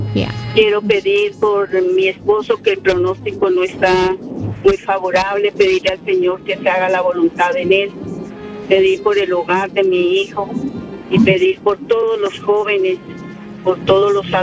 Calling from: Riverside, California, United States; te llamo acá de Riverside.

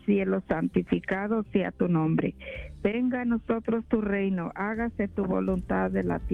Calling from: Orange, California, United States; Buenos días, Gaby. … de Orange.

